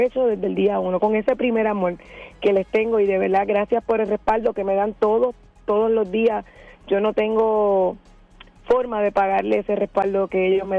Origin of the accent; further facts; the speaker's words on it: Carolina, Puerto Rico; also born or lived in Arecibo; Pero no soy nacida en Carolina, fíjate. Yo nací en Arecibo, sin embargo, desde los 12 años de edad vivo en Carolina. He hecho toda mi vida en ese pueblo.